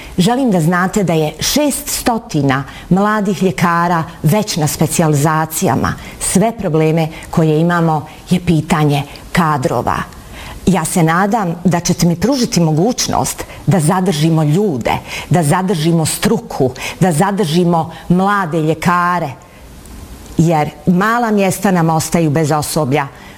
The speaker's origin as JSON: {"language": "Bosnian", "town": "Sarajevo", "region": "Federation of Bosnia and Herzegovina", "country": "Bosnia & Herzegovina", "tie": "born there", "lives_now": "Vogošća, Bosnia and Herzegovina", "said": "Rođena sam u Sarajevu, ali već 30 godina radim i živim ovdje u Vogošći."}